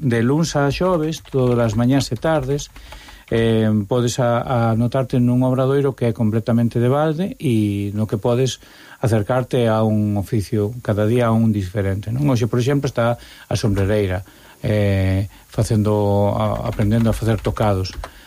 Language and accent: Galician; Santiago de Compostela, Galicia, Spain; eu son de Santiago e teño que comer fora